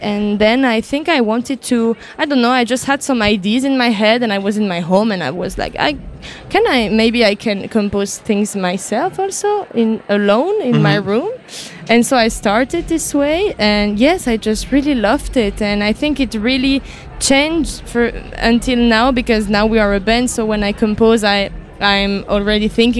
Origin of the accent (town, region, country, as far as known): Valais, Switzerland; now in Lausanne, Switzerland